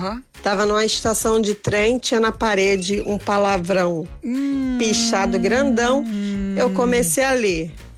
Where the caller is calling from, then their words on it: Rio de Janeiro, Brazil; sou de Costa Barro.